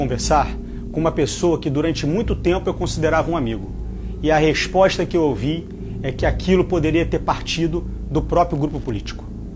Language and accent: Portuguese; Cabo Frio, Rio de Janeiro, Brazil; Eu sou de Cabo Frio, eu amo a minha cidade